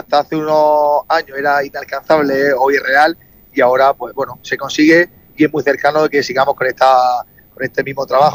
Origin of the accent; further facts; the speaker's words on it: Alcantarilla, Region of Murcia, Spain; No, yo estoy en Fortuna. Yo soy de Alcantarilla, pero estoy en Fortuna precisamente.